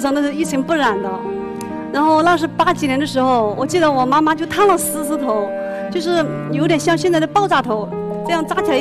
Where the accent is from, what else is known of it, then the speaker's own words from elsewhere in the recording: Guizhou, China; 我来自于贵州的山区里面，我现在是一名美甲师。